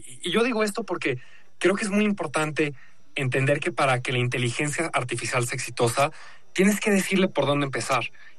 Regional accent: Mexico; moved away as an adult; also born or lived in Bogotá, Colombia / United States; yo crecí en México, hice mi carrera en Harvard, allá estudié economía y ciencias de la computación. Llevo los últimos 6 años trabajando en tecnología en América Latina. Viví un par de años en Bogotá, Colombia.

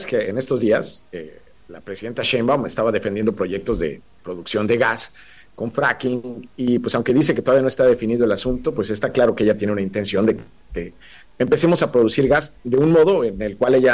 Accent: Mexico; Y lo que aprendí, entre otras cosas, es que la verdad no hemos aprendido mucho, Enrique, como mexicanos.

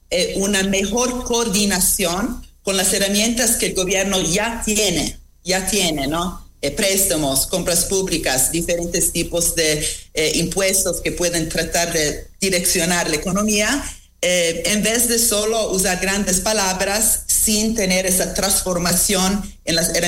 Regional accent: England, United Kingdom; Spanish is a second language; También en mi país, en Inglaterra, donde yo vivo

